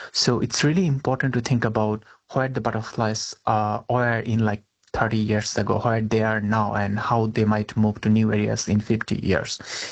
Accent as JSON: {"language": "English", "town": "Dhaka", "region": "Dhaka Division", "country": "Bangladesh", "second_language": "English", "moved": "as an adult", "said": "So I'm originally from Bangladesh, and like when I was doing my undergrad, there were like a lot of green space"}